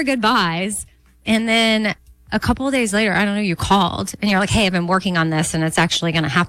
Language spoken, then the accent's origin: English; Austin, Texas, United States; moved away as an adult; also born or lived in North Carolina; I moved from Austin to North Carolina. I never lived out of the state of Texas when I moved to North Carolina.